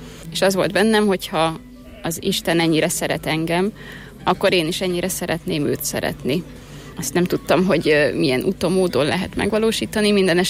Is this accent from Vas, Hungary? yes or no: yes; Kőszeg, Vas, Hungary; Én Kőszegről származom, és domonkos nővérekhez jártam iskolába, és a domonkos nővérek intézményében tanultam 8 évig